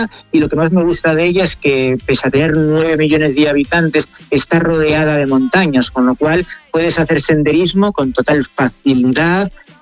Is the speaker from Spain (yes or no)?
yes; Galicia, Spain; Yo soy gallego, pero trabajaba en Granada.